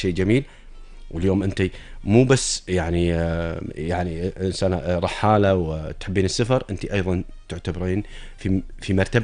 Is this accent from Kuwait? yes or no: yes; Kuwait; لكن الكويت مهما كانت درجات الحرارة فيها نحبها، بحرها، بلاهوبها، برطوبتها، أرضنا وديرتنا مالنا غنى عنها، نحبها مهما كانت.